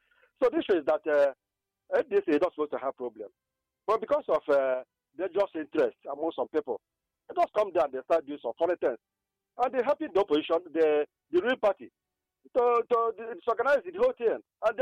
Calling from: Obunka, Anambra, Nigeria; from Obunka, Anambra State.

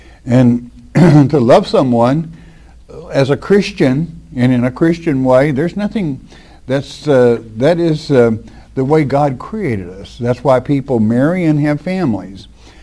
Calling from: Colorado, United States; from Colorado.

